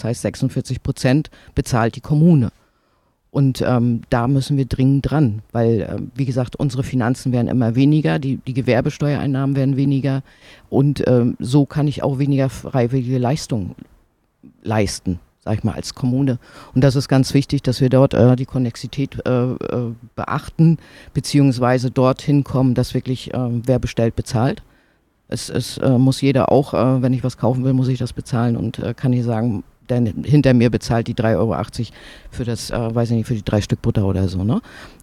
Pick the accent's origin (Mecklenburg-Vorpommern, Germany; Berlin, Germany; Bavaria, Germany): Mecklenburg-Vorpommern, Germany; Rostock; Ich stehe zu Rostock, ich stehe zu meiner Heimat